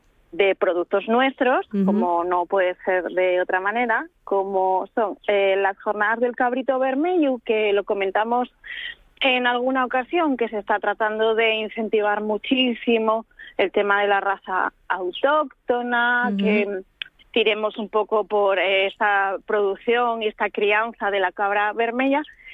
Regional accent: Asturias, Spain; somos aquí los asturianos.

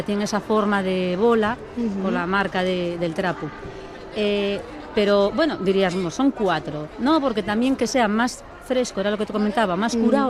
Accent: Ambás, Asturias, Spain; also born or lived in Grado; Nosotros venimos de un pueblín de Grao, de Ambás, con la fuga al pitu, que es lo que llevamos fallando toda la vida

